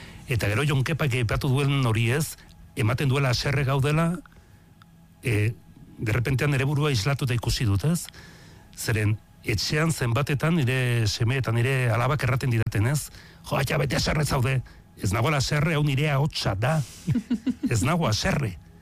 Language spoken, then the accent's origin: Basque; Legasa, Navarre, Spain